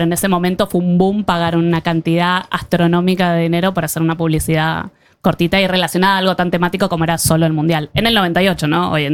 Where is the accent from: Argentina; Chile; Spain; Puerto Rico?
Argentina; Buenos Aires; al menos en Buenos Aires, voy a hablar como porteña por lo que conozco